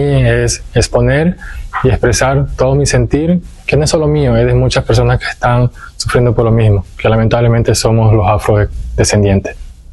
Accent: Ecuador

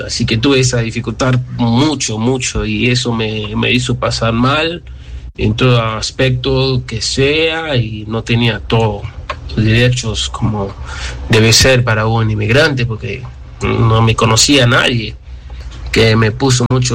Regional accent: Sierra Leone; now in Rosario, Argentina; soy de Sierra Leona. Llegué a Argentina hace 4 años ahora, desde 2022 que llegué. Y bueno, desde ese año estoy viviendo acá

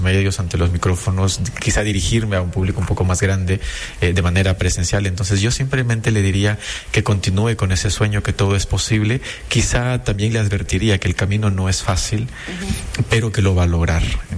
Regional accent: Zapotillo, Loja, Ecuador; moved away; lo más cercano a mi tierra, que es Loja, por supuesto, Zapotillo a Loja

